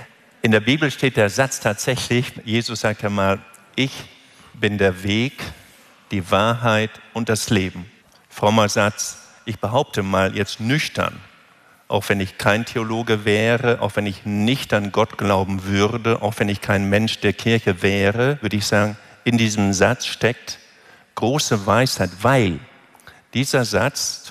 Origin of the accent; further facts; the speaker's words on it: Lower Saxony, Germany; born there; Ich bin auf dem Bauernhof geboren. Emsland, Nordwestdeutschland, in der Nähe zum Münsterland.